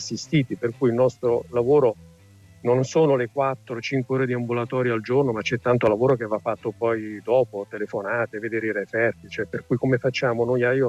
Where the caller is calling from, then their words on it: Varese, Lombardy, Italy; sono da Varese, sono medico di medicina generale